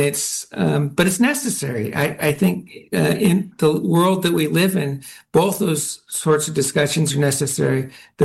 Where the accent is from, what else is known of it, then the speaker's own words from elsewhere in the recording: Los Angeles, California, United States; I'm from Los Angeles, and I was in Los Angeles last fall at UCLA.